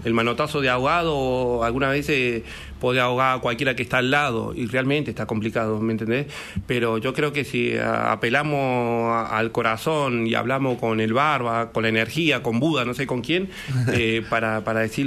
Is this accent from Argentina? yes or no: yes; Córdoba, Argentina; yo soy de Barrio Arenales, Córdoba, y no llegué a jugar en la primera de Barrio Arenales.